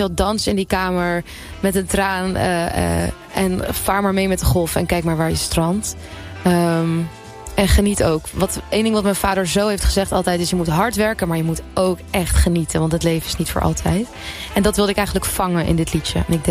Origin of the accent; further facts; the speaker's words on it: Denmark; first language Danish; Dutch is a second language; now in Netherlands; Ik merk dat ik eigenlijk ook gewoon mijn moedertaal nu mis en mijn land.